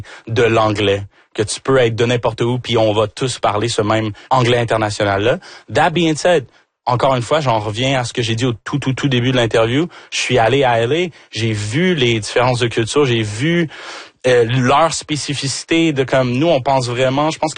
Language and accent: French; Rouyn-Noranda, Quebec, Canada; born there; T'sais, moi, je suis Québécois de chez Québécois. Là, je suis né ici, justement, à Rouyn-Noranda.